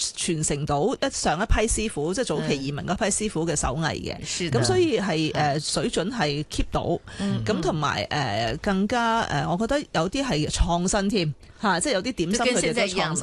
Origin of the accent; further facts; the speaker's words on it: China; 咁好熱鬧嘅，即係全部一家大細啊，三代同堂咁去飲茶啊，好有我哋中國人嘅氣氛嘅